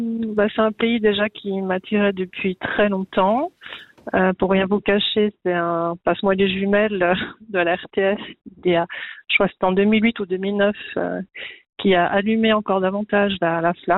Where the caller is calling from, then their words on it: Switzerland; Je suis de retour en Suisse.